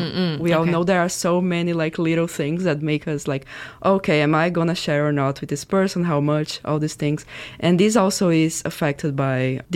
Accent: Brazil; English is a second language; moved away as an adult; now in Canada; I'm from Brazil, and I came to Queen's to do my PhD a few years ago.

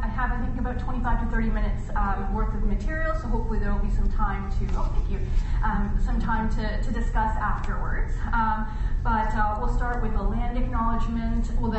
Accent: Kingston, Ontario, Canada; born there; I was born in Canada, right here in Kingston, in fact, to parents who immigrated to this country from India.

